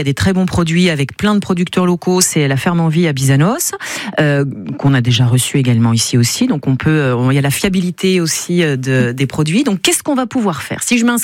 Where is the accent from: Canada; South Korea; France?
France; Béarn and Bigorre; Mais, chez nous, en Béarn et en Bigorre, on va pas se le cacher, on fait un peu de chauvinisme.